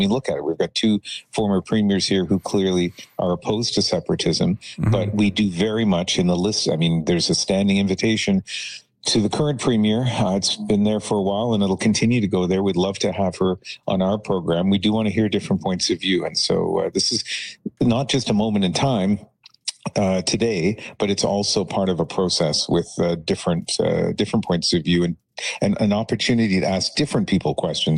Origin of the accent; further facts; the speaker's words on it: Trinidad & Tobago; born there; I was born in Trinidad, and it was a British colony when I was born.